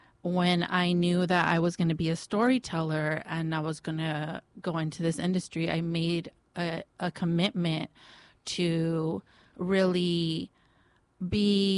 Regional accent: Oxnard, California, United States; my identity as a brown girl growing up in Oxnard

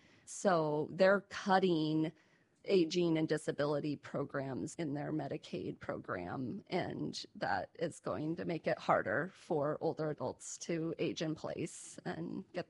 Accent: Cheyenne, Wyoming, United States; moved away as an adult; also born or lived in St. Louis / Philippines; now in Washington, D.C., United States; I was born and raised in Cheyenne. It was a great place to grow up.

